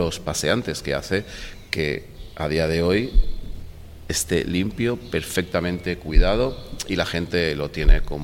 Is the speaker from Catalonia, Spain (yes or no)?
no; Benidorm, Valencian Community, Spain; Mira, soy nacido en Benidorm y me he criado en la playa de Benidorm y su arena.